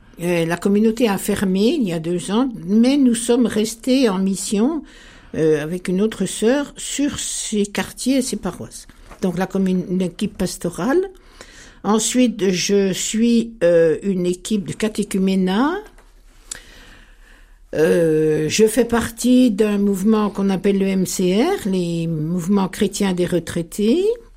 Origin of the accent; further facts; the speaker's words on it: Pontarlier, Bourgogne-Franche-Comté, France; now in Besançon, France; originaire de Pontarlier, du Haut-Doubs.